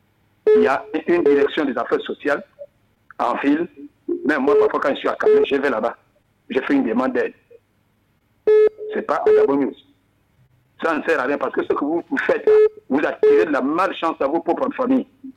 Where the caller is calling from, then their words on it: Booué, Ogooué-Ivindo, Gabon; Même chez moi, à Boué